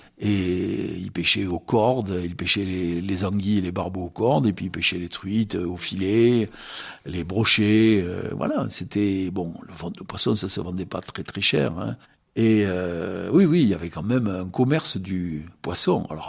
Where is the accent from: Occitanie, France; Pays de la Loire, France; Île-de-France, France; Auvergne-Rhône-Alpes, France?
Occitanie, France; Montvalent; accent: rocailleux; je suis né ici, je suis né à Montvalent, ma mère était institutrice